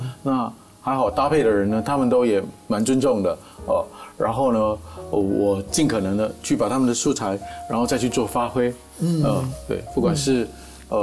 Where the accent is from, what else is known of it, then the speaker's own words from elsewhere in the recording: Taiwan; born there; 我还是一个台湾出生的一个华人音乐家